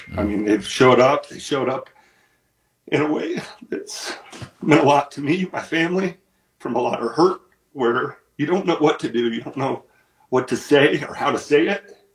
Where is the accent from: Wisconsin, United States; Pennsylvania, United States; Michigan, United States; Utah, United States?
Utah, United States; I'm from Utah.